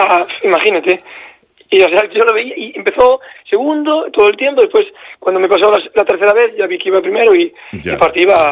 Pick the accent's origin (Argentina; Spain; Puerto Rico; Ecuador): Spain; Ames, Galicia; Porque aunque yo ahora estoy en Opino, pero me crié siempre en Ames